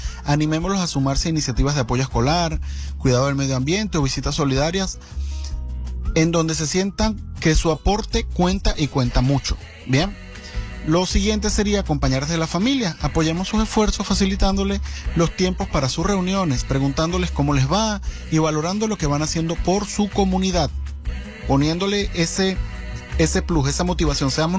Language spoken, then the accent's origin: Spanish; Maturín, Monagas, Venezuela; Bueno, desde el Zulia, realmente yo soy de Maturín, Estado Monagas, un oriental aquí trabajando, llevando la misión del día a día en el Zulia